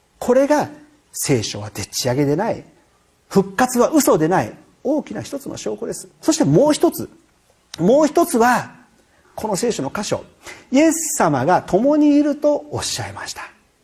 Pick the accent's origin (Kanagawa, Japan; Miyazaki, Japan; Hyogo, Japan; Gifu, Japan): Kanagawa, Japan; Shonan; 私は湘南ボーイなんでね、もう偽物の偽物の偽物中の関西弁ですけれどもね